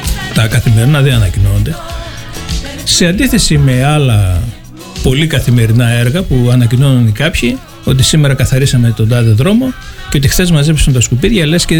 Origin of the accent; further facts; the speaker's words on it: Aridaia, Central Macedonia, Greece; εγώ επειδή μεγάλωσα στην Αριδαία